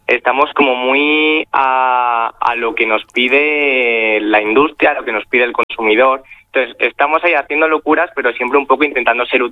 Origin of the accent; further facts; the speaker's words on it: Extremadura, Spain; now in Madrid, Spain; yo desde Madrid digo, vale, aquí hay muchas cosas, sé lo que hay en España, pero en Extremadura, por las ferias a las que vamos, por lo que nos vamos moviendo, voy conociendo cosas que yo no conocía de mi tierra.